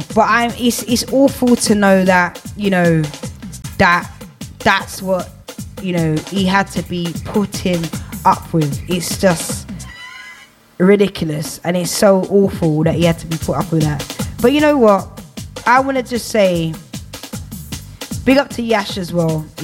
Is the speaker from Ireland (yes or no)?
no; United Kingdom; born there; I was born in this country.